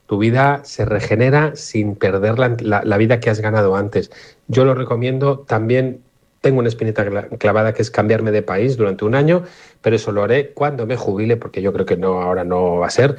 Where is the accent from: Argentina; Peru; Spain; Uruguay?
Spain; Palma, Balearic Islands; de Palma de Mallorca, de momento.